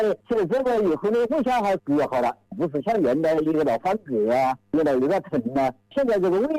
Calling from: Qianjiang, Hubei, China; 我是潜江渔阳。

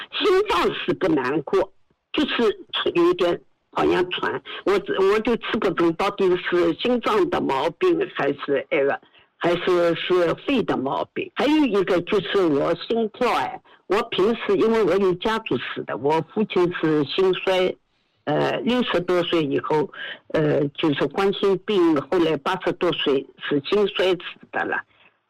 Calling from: Shanghai, China; 后来我是上海人，

